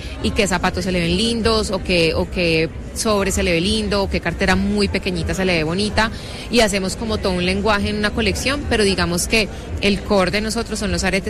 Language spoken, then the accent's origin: Spanish; Cali, Valle del Cauca, Colombia; Bueno, empezamos en Bogotá, siempre fue un sueño, somos de Cali y me encantaba Bogotá